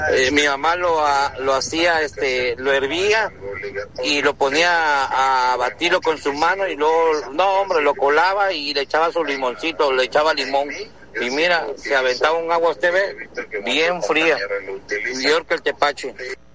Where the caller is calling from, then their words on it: Tabasco, Mexico; aquí cerca de mi tierra tabasqueña